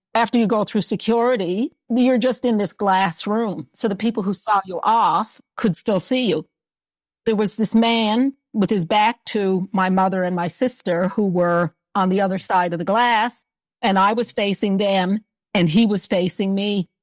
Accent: Corner Brook, Newfoundland and Labrador, Canada; moved away as an adult; also born or lived in Nova Scotia / northern Alberta; I was born and raised in Corner Brook, Newfoundland. I went to a Catholic school there for girls in Corner Brook, Presentation High.

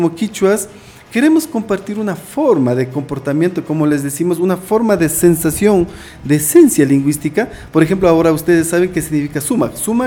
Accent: Imbabura, Ecuador; born there; yo soy de Huaycopungo, de la Laguna de San Pablo.

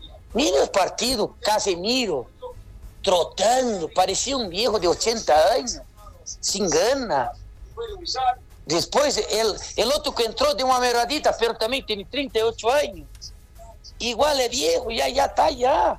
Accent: Brazil; Spanish is a second language; now in Bolivia; Soy más boliviano que brasileño.

